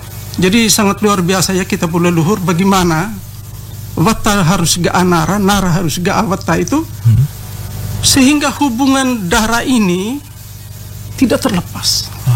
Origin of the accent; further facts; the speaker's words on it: Wolotopo, East Nusa Tenggara, Indonesia; Saya berasal dari Kampung Adat Wolotopo. Jelasnya rumah suku saya suku Atarobo. Jadi karena saya berasal dari Wolotopo dan suku Atarobo